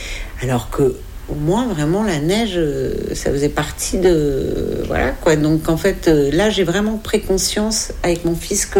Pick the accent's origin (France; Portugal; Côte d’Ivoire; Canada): France; Paris, Île-de-France; Moi, je suis née à Paris.